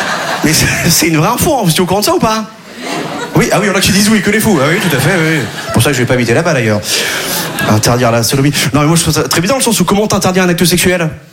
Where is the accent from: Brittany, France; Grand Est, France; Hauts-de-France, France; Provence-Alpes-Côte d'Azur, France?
Brittany, France; Quimperlé; là d'où je viens à Quimperlé, on n'avait pas les sports cool. On n'avait pas basket, hand, foot.